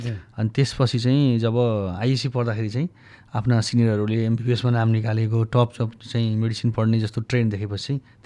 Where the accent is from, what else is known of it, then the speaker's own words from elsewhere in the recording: Phalangdar, Gandaki Province, Nepal; किनभने हाम्रो बाल्यकाल चाहिँ गाउँमा बित्यो। म चाहिँ गोर्खाको फलङडार भन्ने ठाउँमा, अहिले पहिला गाविस थियो, अहिले नगरपालिका।